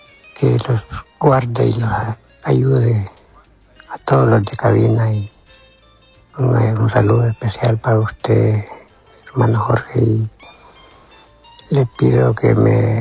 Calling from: San Cristóbal, Táchira, Venezuela; Soy de acá de San Cristóbal, Tibucá

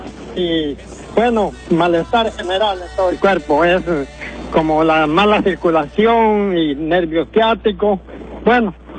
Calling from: Puerto Cortés, Cortés, Honduras; Aquí de Puerto Cortés

